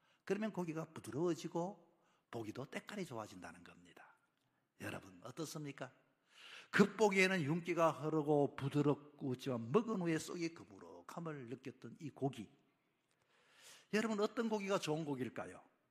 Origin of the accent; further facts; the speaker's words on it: South Korea; 우리는 대한민국 사람이지만